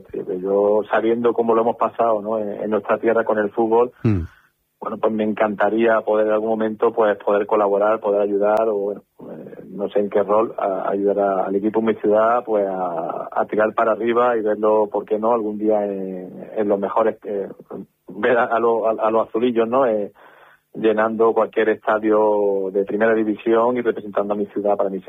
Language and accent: Spanish; Linares, Andalusia, Spain; moved away as an adult; tengo muchos vínculos con Linares, ¿no? Con mi ciudad, con las amistades, con mi familia.